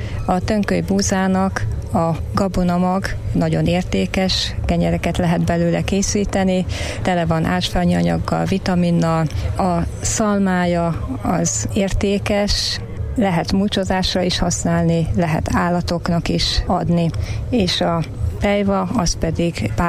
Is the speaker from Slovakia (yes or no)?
no; Hungary; ha már magyarok vagyunk